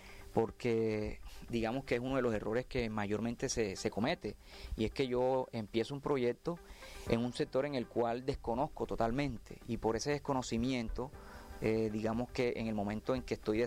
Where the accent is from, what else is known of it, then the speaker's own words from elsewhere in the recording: Colombia; now in Córdoba, Colombia; nosotros como latinoamericanos, colombianos